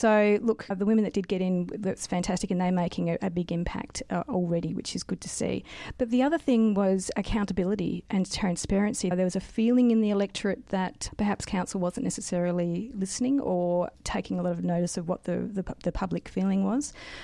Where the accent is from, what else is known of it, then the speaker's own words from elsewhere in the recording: South Australia, Australia; moved away as an adult; now in Mildura, Australia; I grew up in South Australia, moved away and became a geologist, and moved here to work with a mining company called Crystal Mining.